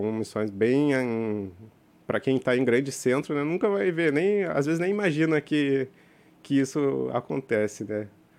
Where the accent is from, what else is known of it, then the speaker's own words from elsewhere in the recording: Santa Maria, Rio Grande do Sul, Brazil; also born or lived in São Paulo; now in Tabatinga, Brazil; Eu sou gaúcho de Santa Maria, minha esposa é carioca, da região ali, Campo Grande, do Rio. E a gente meio que adotou São Paulo como a nossa casa